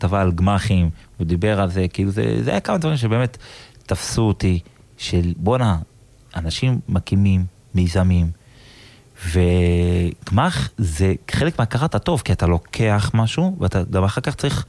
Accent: Gush Katif, Gaza Strip, Palestine; now in Israel; פשוט אני גדלתי שם אני לא בגוש קטיף כאילו הייתי אז ילד וחיינו את התקופה הזאת של גוש קטיף

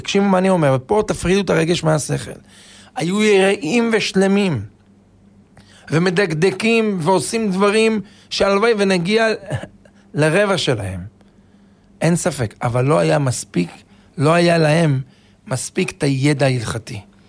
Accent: Netanya, Central District, Israel; אני זוכר אפילו בתור ילד בנתניה, אני זוכר לפני 40 שנה אנשים היו פותחים ספרים

